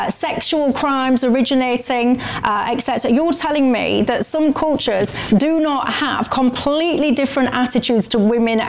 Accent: Yorkshire and the Humber, United Kingdom; somebody had come to my county, Yorkshire

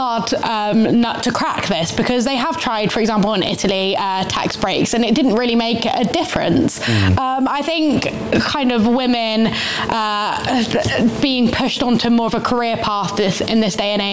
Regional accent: United Kingdom; But yeah, I think as a British woman, I have a duty.

